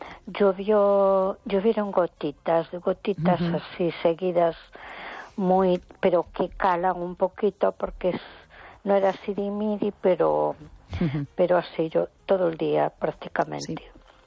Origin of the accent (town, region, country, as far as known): A Coruña, Galicia, Spain